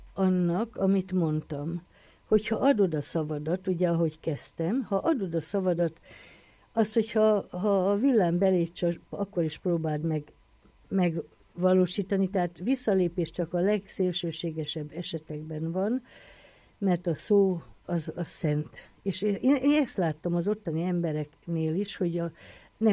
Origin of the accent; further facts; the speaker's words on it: Hungary; magyarok vagyunk